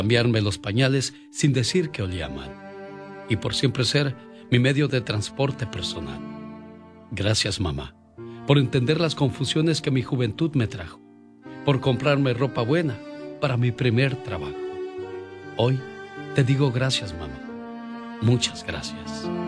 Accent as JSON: {"language": "Spanish", "country": "Venezuela", "moved": "yes", "said": "Un día salí de Venezuela, pero Venezuela, chamo, nunca salió de mí."}